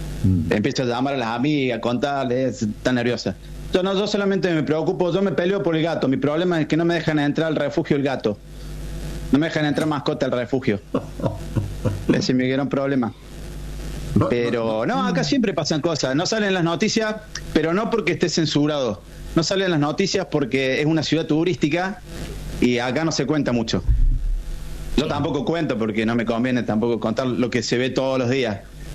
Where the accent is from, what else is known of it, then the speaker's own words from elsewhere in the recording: Córdoba, Argentina; now in Israel; Hace desde el 2005. Cuando llegué acá, justo el día que llegué acá a Israel